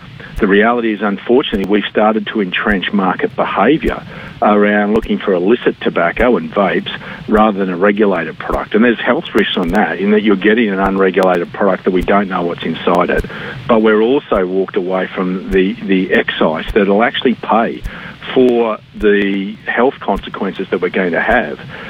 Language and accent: English; Dalby, Queensland, Australia; my hometown Dalby